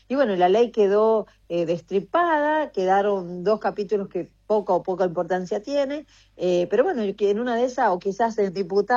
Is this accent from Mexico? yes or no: no; Argentina